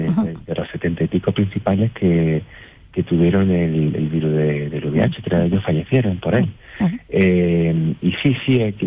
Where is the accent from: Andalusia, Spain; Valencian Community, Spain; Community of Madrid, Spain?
Andalusia, Spain; Úbeda; A Úbeda, mi tierra, mi preciosa ciudad